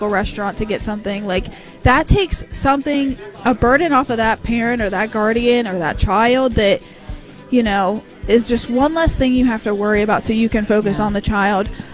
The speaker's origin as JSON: {"language": "English", "region": "Ohio", "country": "United States", "said": "we're from Ohio. We're about 3 hours away"}